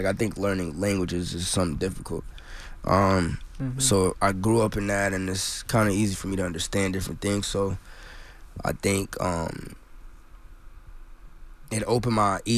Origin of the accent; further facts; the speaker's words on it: Minnesota, United States; It's like the same thing if we're from Minnesota, it's just like preaching about Minnesota too.